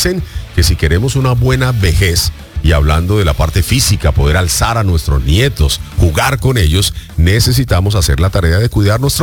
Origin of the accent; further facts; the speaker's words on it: Colombia; now in Miami, United States; Yo recuerdo mi niñez, por ejemplo, mi adolescencia en Colombia